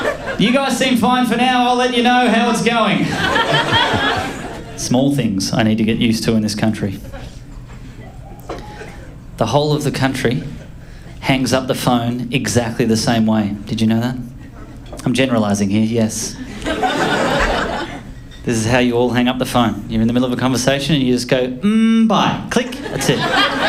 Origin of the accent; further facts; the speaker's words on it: Shark Bay, Western Australia, Australia; I grew up in Australia in a place called Shark Bay.